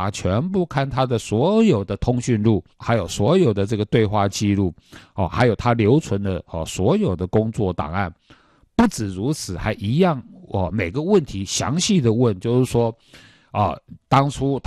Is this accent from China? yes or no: no; Taiwan; 一样用在我们台湾人的身上